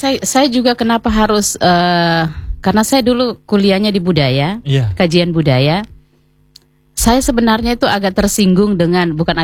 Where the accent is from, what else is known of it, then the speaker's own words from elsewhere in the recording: Southeast Sulawesi, Indonesia; Dan cucur itu sebenarnya bagian dari identitas kita sebagai orang Muna, entah orang Buton yang kemudian memang di dalam haruannya itu harus ada cucur kan, itu identitas kita.